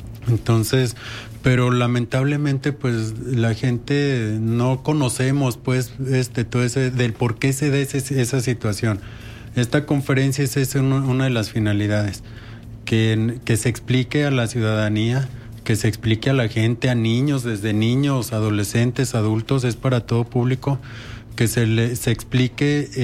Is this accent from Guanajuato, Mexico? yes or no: no; Durango, Mexico; now in La Laguna, Mexico; yo no soy de aquí, yo no nací aquí en la laguna, yo soy de acá de la Sierra de Durango, pero tengo ya 24 años viviendo aquí.